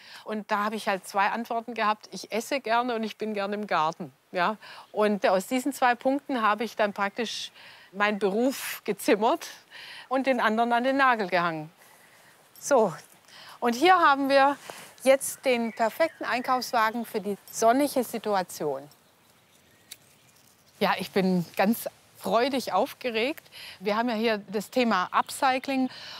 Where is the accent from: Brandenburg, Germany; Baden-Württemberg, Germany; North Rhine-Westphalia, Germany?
Baden-Württemberg, Germany; Stuttgart; also born or lived in Belfast; Ich bin in Stuttgart geboren und hier aufgewachsen und bin aber mit 19 nach Irland ausgewandert. Und zwar nicht in das schöne grüne Irland, sondern nach Belfast, Nordirland.